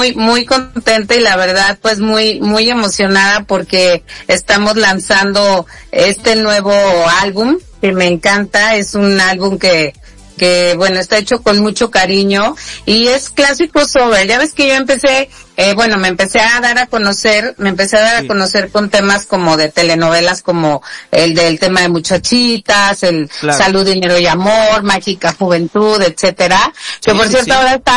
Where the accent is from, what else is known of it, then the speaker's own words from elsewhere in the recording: Guadalajara, Jalisco, Mexico; aquí andamos en mi tierra natal que me fascina, Guadalajara.